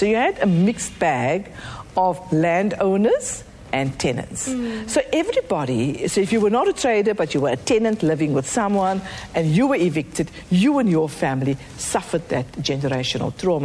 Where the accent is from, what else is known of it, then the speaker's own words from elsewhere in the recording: South Africa; Yes, of course we are South African, but we're all different.